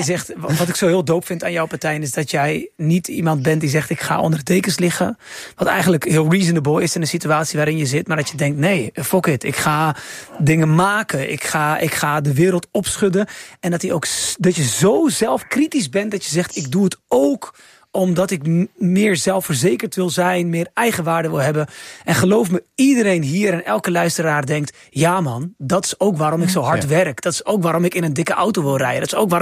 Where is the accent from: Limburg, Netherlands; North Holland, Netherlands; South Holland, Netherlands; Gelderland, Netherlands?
South Holland, Netherlands; Rotterdam